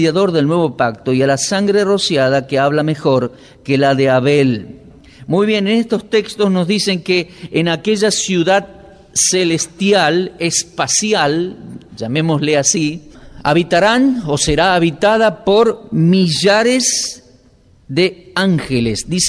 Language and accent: Spanish; Argentina; Yo tengo pasaporte argentino porque, bueno, soy argentino